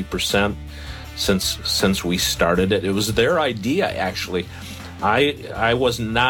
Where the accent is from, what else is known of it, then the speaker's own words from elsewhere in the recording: Milwaukee, Wisconsin, United States; I'm from Milwaukee.